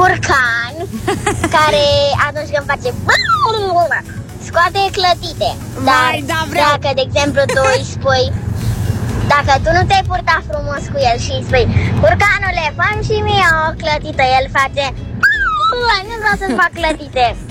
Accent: Bucharest, Romania; din București și am 9 ani

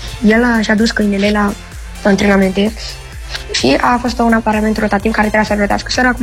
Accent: Bucharest, Romania; din București și am 10 ani

